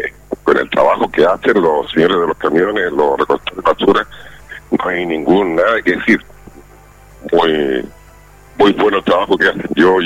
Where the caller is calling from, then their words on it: Coronel, Biobío, Chile; Yo acá en Coronel no lo he visto.